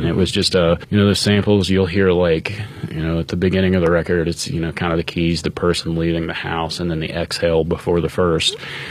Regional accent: Appalachia, United States; growing up in Appalachia, that's one of the common gifts you'll see as a funeral thing

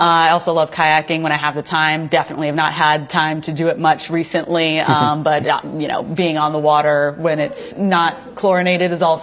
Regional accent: Maine, United States; also born or lived in Manhattan, New York; me growing up in Maine, we are very stubborn people, and we like to do things that go against the trends.

